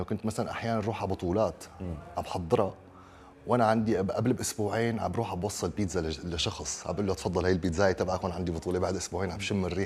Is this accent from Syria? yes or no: yes; Syria; moved away; يعني احنا كلاجئين سوريين لما وصلنا على اي بلد اوروبي بتبدا من الصفر. انا واحد بدا من الصفر، يعني لما ابتدي من الصفر لغه ما عندي، الانجليزي ما بحكي، ووصلنا لبلد غريب علينا والثقافه تبعها غريبه